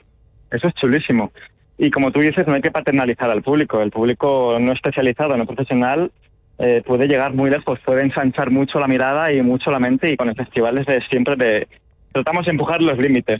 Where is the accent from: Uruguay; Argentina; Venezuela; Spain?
Spain; Castilla-La Mancha; Sí, desde luego, queríamos crear un contexto en mi pueblo y también en la provincia de Albacete.